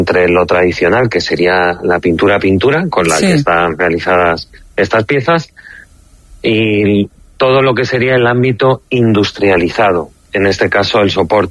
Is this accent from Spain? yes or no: yes; Palma, Balearic Islands, Spain; un indicativo de que yo salí de mi isla, de Palma de Mallorca, el lugar donde nací, donde hay una naturaleza exultante, está rodeado de color, de estimulación, y allí empecé con temas